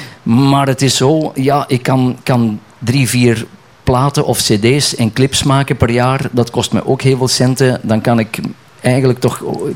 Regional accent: Essen, Flanders, Belgium; born there; Ja, maar ik woon aan de grens. Ik ben geboren in Essen. En Essen ligt tegen de Nederlandse grens. Roosendaal, Breda, dus helemaal in de kop van België.

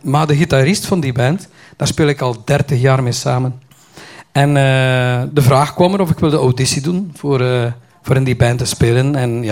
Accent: Kortemark, West Flanders, Belgium; Ik ben een echte West-Vlaming.

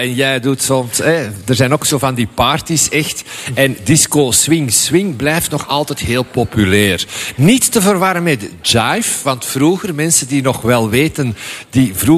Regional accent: Flanders, Belgium; Ik kom zelf oorspronkelijk uit de Kempen, ook al is de dansstudio in Antwerpen.

